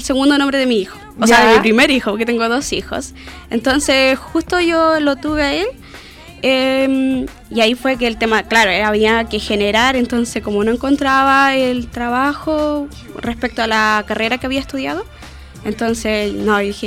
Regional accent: San Vicente, O'Higgins, Chile; somos de acá de San Vicente.

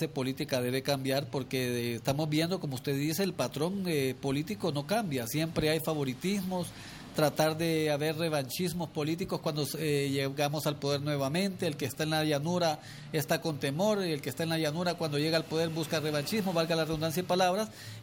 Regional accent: Honduras; now in El Progreso, Honduras; nosotros como hondureños

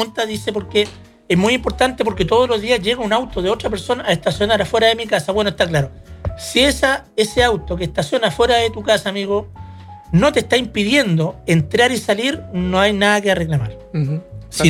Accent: Valdivia, Los Ríos, Chile; now in Chiloé, Chile; porque yo soy de Valdivia, pero vivo acá en Chiloé

